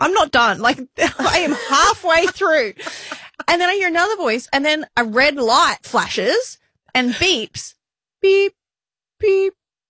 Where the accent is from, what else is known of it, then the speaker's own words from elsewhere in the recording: Port Macquarie, New South Wales, Australia; I was from Port Macquarie in Australia, small town.